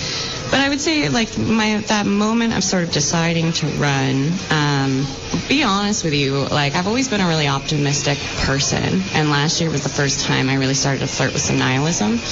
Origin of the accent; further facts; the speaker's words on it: Vermont, United States; I think it's sort of coming from growing up in Vermont, a unique political ideology